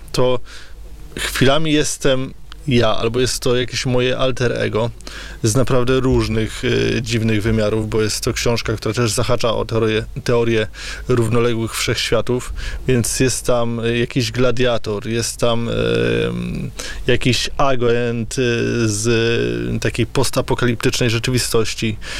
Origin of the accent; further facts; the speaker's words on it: Pomeranian Voivodeship, Poland; Tutaj rzeczywiście też te Kaszuby są w tle, no bo ja jestem Kaszubą, więc dla mnie to jest naturalne, że osadzam akcję po prostu w miejscach, które znam.